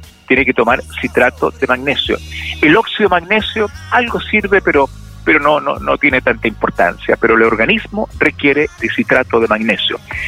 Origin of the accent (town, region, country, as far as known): Chile